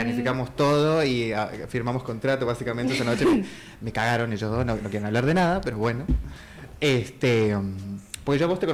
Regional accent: Salta, Argentina; moved away; me fui de vacaciones para mi pueblo, para mi ciudad, porque claramente ninguno de los tres es de acá, de ahí el nombre. Yo soy de Salta

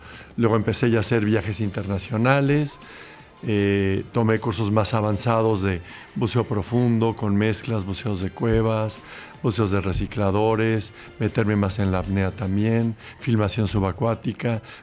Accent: Mexico; sé que soy mexicano

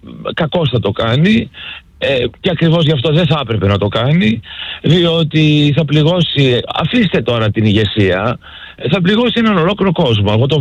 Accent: Thessaloniki, Central Macedonia, Greece; now in Athens, Greece; Εγώ βλέπω τον Δήμαρχο Θεσσαλονίκης, ο οποίος από την πόλη μου και ο οποίος από την οποία κατάγομαι

